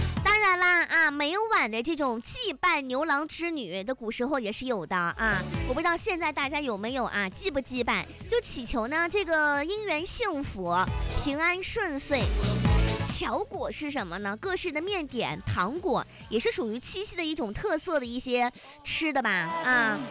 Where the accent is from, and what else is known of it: China